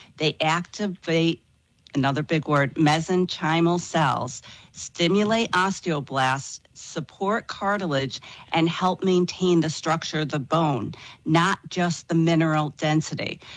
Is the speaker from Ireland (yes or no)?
yes; Ireland; I always say we don't count alcohol calories because I'm the Irish dietitian.